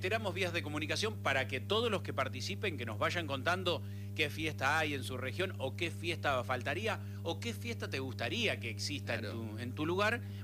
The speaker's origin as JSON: {"language": "Spanish", "town": "Las Toscas", "country": "Argentina", "tie": "born there", "moved": "yes", "said": "fui un día a mi pueblo, a Las Toscas"}